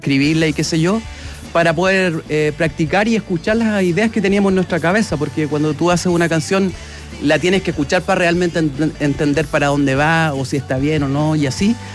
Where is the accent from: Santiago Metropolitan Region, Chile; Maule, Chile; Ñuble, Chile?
Ñuble, Chile; San Carlos; es que nosotros somos de San Carlos, ¿cachai?